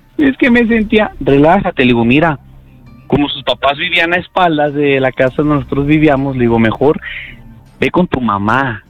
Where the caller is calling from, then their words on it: Guadalajara, Jalisco, Mexico; De Guadalajara, Jalisco